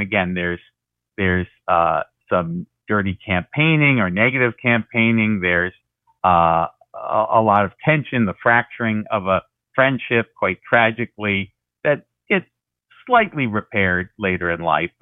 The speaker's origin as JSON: {"language": "English", "region": "Massachusetts", "country": "United States", "tie": "born or raised there", "said": "who was actually my hometown congressman growing up, from the Boston, outside the Boston area."}